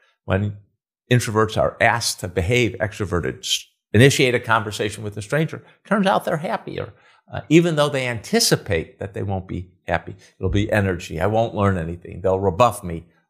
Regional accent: Chicago, Illinois, United States; born or raised there

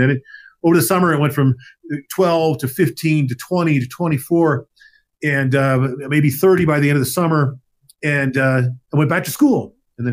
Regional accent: Ventura, California, United States; moved away as an adult; Went home to my hometown in Ventura, California

